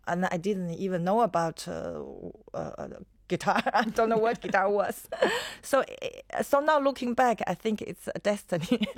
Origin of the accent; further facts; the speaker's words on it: China; I come from the Chinese cultural background and Chinese art